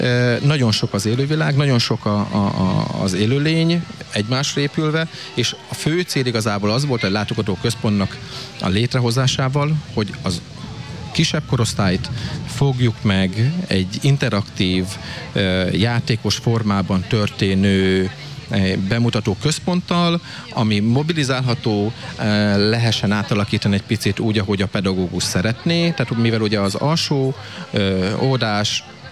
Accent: Kisújszállás, Jász-Nagykun-Szolnok, Hungary; moved away as an adult; now in Jászboldogháza, Hungary; kisgyerekkorban én kisúszáláson nőttem fel, tehát én itt Boldogházban szokták mondani, hogy gyütment vagyok, már 16 éve itt élek.

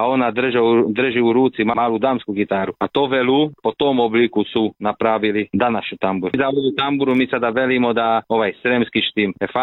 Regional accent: Kópháza, Győr-Moson-Sopron, Hungary; Ima nas šestero, tri mi smo iz Koljnofa

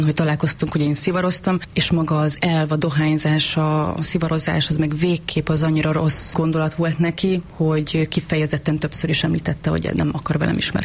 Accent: Borsod-Abaúj-Zemplén, Hungary; Én borsodi lány vagyok egyébként.

